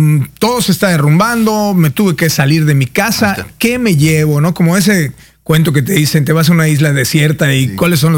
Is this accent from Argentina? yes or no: no; Mexico; Yo soy mexicano y permea mi mexicanidad en lo que hago.